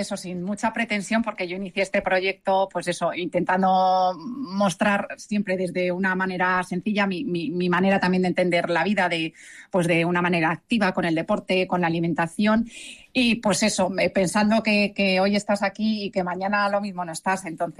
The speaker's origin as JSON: {"language": "Spanish", "region": "Castilla-La Mancha", "country": "Spain", "tie": "born or raised there", "said": "Pues mira, sí, yo es mi pueblo, me he criado ahí y al final creo que la mayor herencia que me han dejado mis padres es ser de pueblo"}